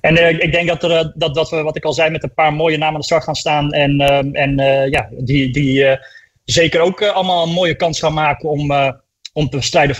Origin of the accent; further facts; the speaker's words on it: Almere, Flevoland, Netherlands; born there; Ik bedoel, ik ben geboren in het Flevo Ziekenhuis, een paar 100 meter van start en de finish vandaan, zeg maar.